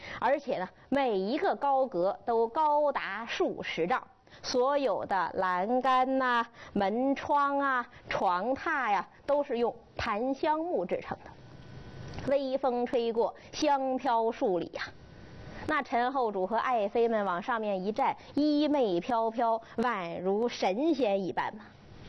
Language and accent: Chinese; China; 因为我们中国人传统理念一定是这样的